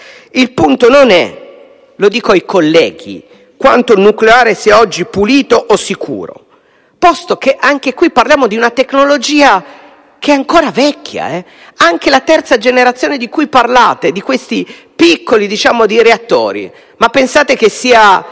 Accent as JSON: {"language": "Italian", "region": "Piedmont", "country": "Italy", "said": "io sono piemontese e le conosco bene"}